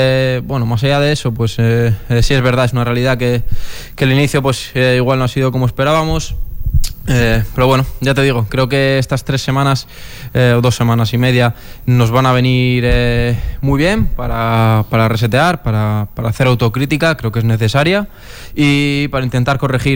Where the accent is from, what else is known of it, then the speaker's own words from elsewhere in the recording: Alicante, Valencian Community, Spain; also born or lived in Barcelona; now in Málaga, Spain; a mi tierra, bueno, Alicante